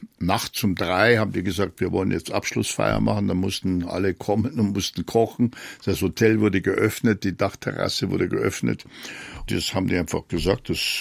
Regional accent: Germany; Und wenn ich als Deutscher mit diesem Akzent da komme, dann was soll man da machen?

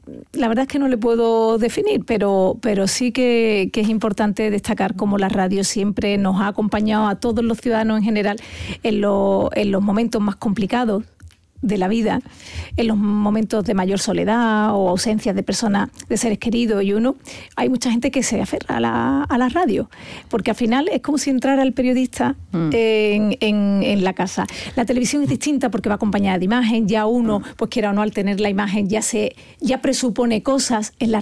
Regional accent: Andalusia, Spain; Yo estoy loca por Andalucía porque es mi tierra.

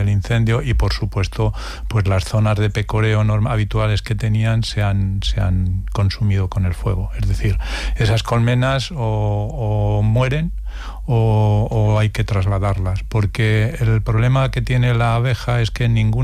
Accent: Porzuna, Castilla-La Mancha, Spain

